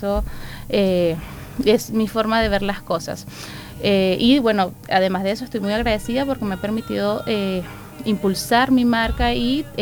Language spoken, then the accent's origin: Spanish; Venezuela; moved away as an adult; now in Santiago, Chile; nosotros los dos somos venezolanos. Tenemos 11 años que llegamos acá a Chile.